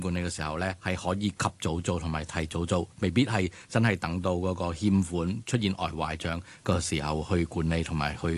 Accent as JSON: {"language": "Cantonese", "country": "Macau", "said": "咁系嚟自于澳门嘅。咁我本身系澳门人啦"}